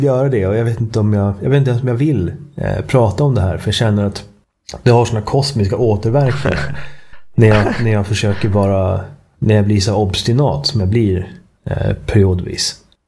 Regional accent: Sweden; för mig som svensk.

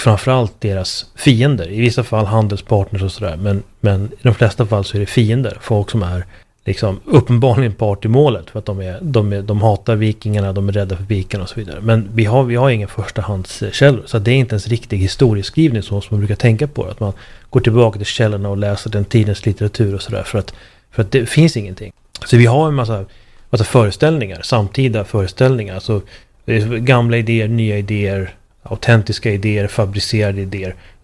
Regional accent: Sweden; för jag är svensk

